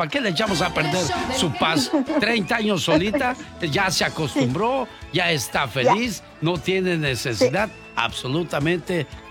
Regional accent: Mexico; Tenemos más billetes, nosotros somos puros mexicanos billetudos.

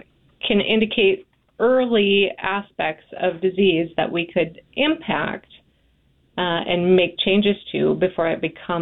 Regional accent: Moorhead, Minnesota, United States; moved away as an adult; also born or lived in Grand Forks, North Dakota; now in Alexandria, United States; Yeah, I grew up in Moorhead, Minnesota

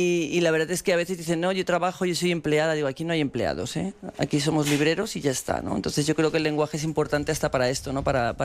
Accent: Zaragoza, Aragon, Spain; soy de Zaragoza, soy muy cabezota. Aunque viví solo 3 años, me quedé con mucho de la cabezonería.

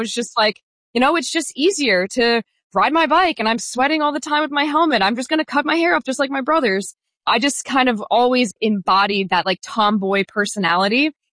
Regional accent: New Jersey, United States; we grew up in New Jersey, only an hour away from the academy.

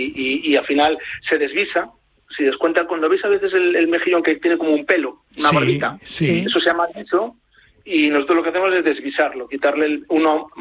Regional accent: Noia, Galicia, Spain; soy de Noya, por eso tengo que presumir también del pueblo.

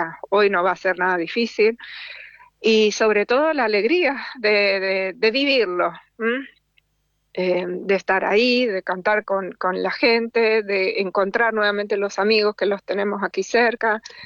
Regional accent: Buenos Aires, Argentina; also born or lived in Rosario / Formosa / Chaco; now in Stuttgart, Germany; Nací en Rosario, nos trasladamos a Formosa, luego a Chaco y finalmente a Buenos Aires. Y de ahí despegué para Alemania.

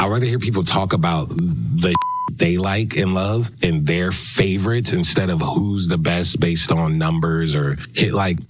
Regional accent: Los Angeles, California, United States; A lot of people don't even know I'm from Los Angeles because I don't mirror what they perceive as the usual Los Angeles thing.

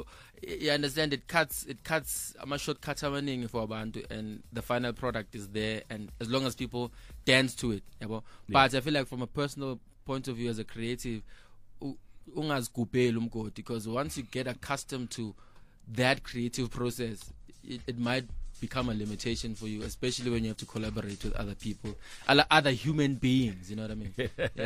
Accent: East Rand, Gauteng, South Africa; born there; also born or lived in Soweto; mina ngibuye Midlands, Ndunansi Soweto. On that, actually, I was born in Soweto, but I lived in Spreadview, East Rand.

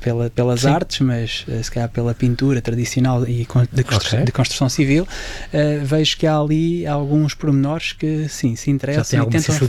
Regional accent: Pedreiras, Centro, Portugal; also born or lived in Évora / Redondo; Eu realmente nasci em Évora, a minha família toda é do Redondo, uma vila próxima de Évora, e com 3 anos os meus pais vieram morar para Porto Mós.

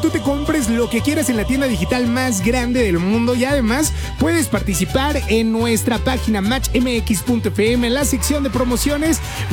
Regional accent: Mexico; yo fallo como mexicano.

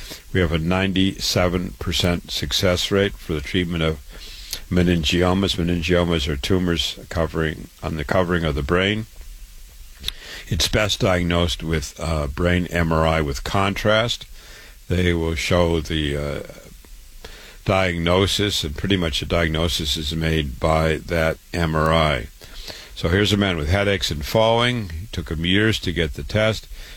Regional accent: Waterloo, Iowa, United States; I was born and raised in Waterloo, Iowa.

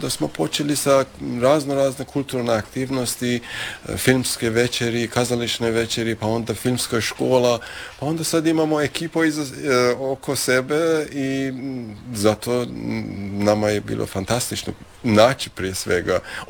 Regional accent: Iran; born there; Croatian is a second language; zato što sam rođen u Iranu imao sam privilegiju možda da znam više o Iranu, više bolje znam jezik, perzijski jezik

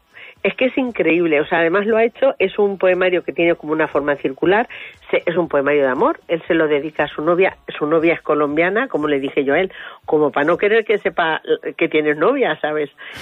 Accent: Cenizate, Castilla-La Mancha, Spain; Un joven poeta que es de Cenizate, que es mi pueblo.

